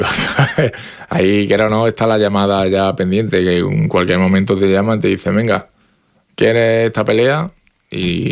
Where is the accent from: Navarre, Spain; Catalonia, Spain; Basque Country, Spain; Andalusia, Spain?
Navarre, Spain; yo soy navarro